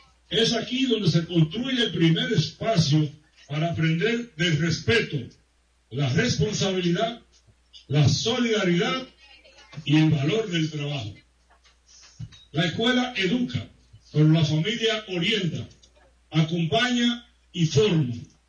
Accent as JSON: {"language": "Spanish", "region": "La Vega", "country": "Dominican Republic", "tie": "born or raised there", "said": "Vengo también como un hijo de La Vega, a mi tierra, al lugar donde nacieron muchos de mis sueños y donde aprendí valores que me han acompañado durante toda mi vida."}